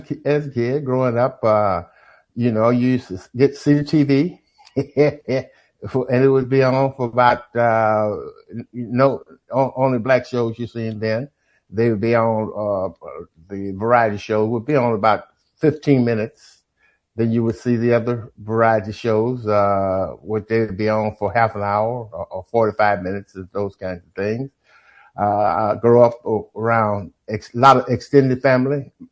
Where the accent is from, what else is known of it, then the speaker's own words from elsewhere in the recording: Grand Rapids, Michigan, United States; born there; also born or lived in San Francisco; Well, I was born in Grand Rapids, Michigan in 1943.